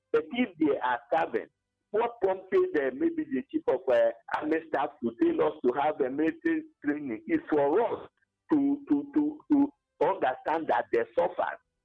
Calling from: Abani, Enugu State, Nigeria; I'm calling from Abani, Enugu.

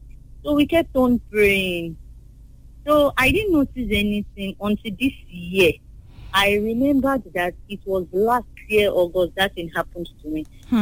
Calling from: Edo, Nigeria; I'm calling from Edo.

